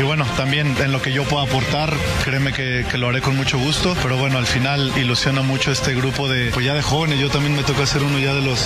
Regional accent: Mexico

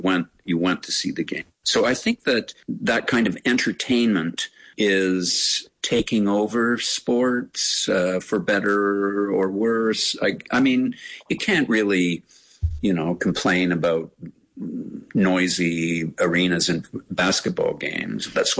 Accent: Hamilton, Ontario, Canada; Grew up in Hamilton

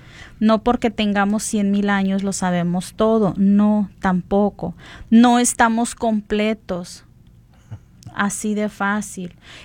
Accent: Mexico; como mexicanos sí somos muy dados a usar esa frase.

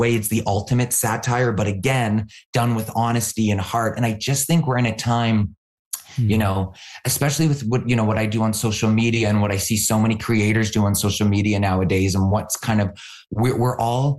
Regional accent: Canada; as a Canadian, you know how excited we get when we find out that someone's Canadian.

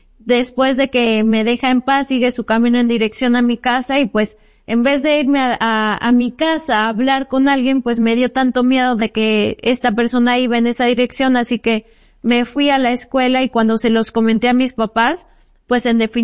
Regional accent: La Libertad, Puebla, Mexico; porque soy de la Junta Auxiliar de la Libertad y muchas veces también me veían ahí corriendo en el parque, ahí en el Cuescomate

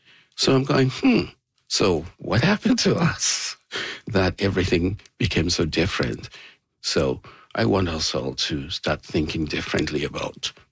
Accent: Nigeria; now in United States; In Nigeria, we were all being brought up to be similar to British citizens

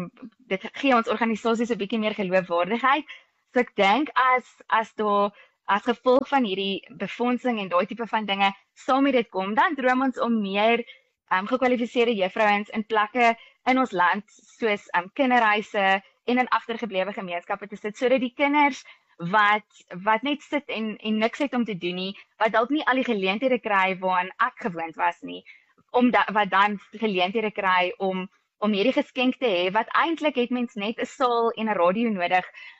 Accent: Pretoria, Gauteng, South Africa; ek het begin in my tuisdorp, dis ons maar die patroon wat Jesus gevolg het. So my tuisdorp was so 'n geleentheid by Morletta Kerk.

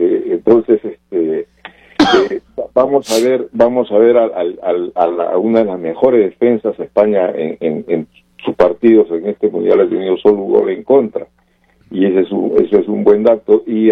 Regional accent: Peru; los peruanos fuimos

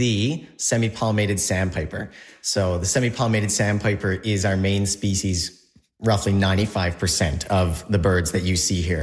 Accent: St. John's, Newfoundland and Labrador, Canada; I'm from St. John's, Newfoundland.

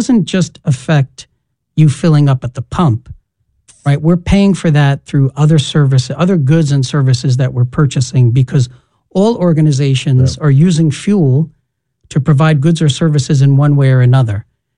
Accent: New York City, New York, United States; And so, I grew up in the Bronx, New York. My father was a bus driver for the New York City Transit Authority for 35 years.

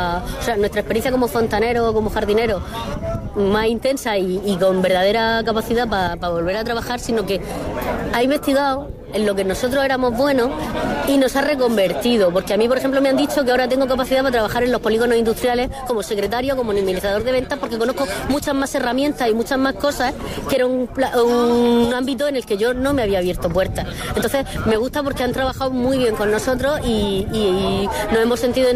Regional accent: Fuente Álamo, Region of Murcia, Spain; Me ha gustado siempre más la jardinería porque soy una familia de Fuente Álamo, de campo, y bueno, pues me ha gustado siempre más.

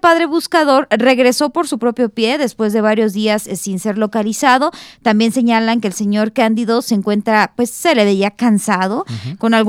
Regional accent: Cuautitlán de García Barragán, Jalisco, Mexico; moved away; sí, es mi municipio, ¿verdad? Mi pueblo, este que es Quitlán.

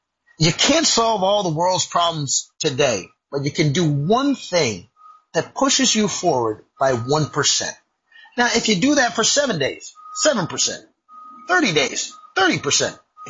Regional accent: Canada; But I would always like to think, as a Canadian, you always are humble and you are always kind to everyone.

